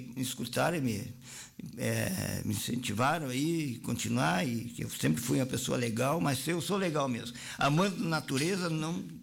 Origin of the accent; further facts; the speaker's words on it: Soledade, Rio Grande do Sul, Brazil; moved away; eu voltar para a minha terra natal, que é Soledade aqui, e o meu Rio Grande do Araçá